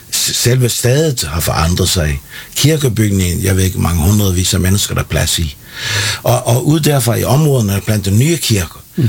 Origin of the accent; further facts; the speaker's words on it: Bornholm, Capital Region of Denmark, Denmark; moved away; Altså, jeg er fiskersøn fra Bornholm